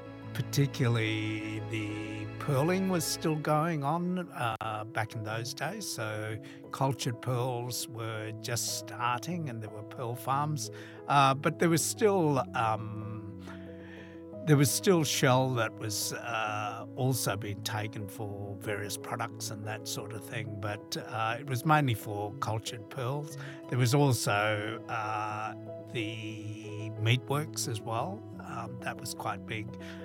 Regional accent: Broome, Western Australia, Australia; also born or lived in Perth; I was born here, so I was born here in the late 50s, and I grew up here in Broome. And I lived here until my early 20s and then moved down to Perth for a while. But I've been back in Broome

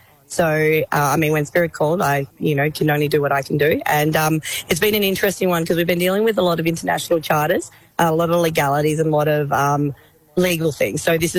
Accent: Kalgoorlie, Western Australia, Australia; also born or lived in Perth / Sydney; I was born on Gadigal country, taken back home to Kalgoorlie and into Perth, and grew up over those ways until I came over here recently about 9-10 years ago.

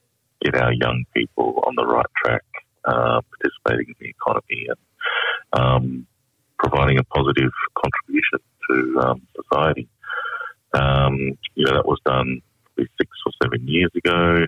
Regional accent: Broome, Western Australia, Australia; I'm originally from Broome and have connections to Yarru and Jabba country.

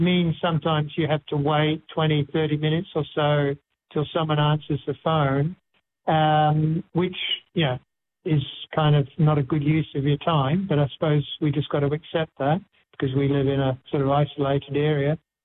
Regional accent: Australia; as Australian citizens and therefore as taxpayers

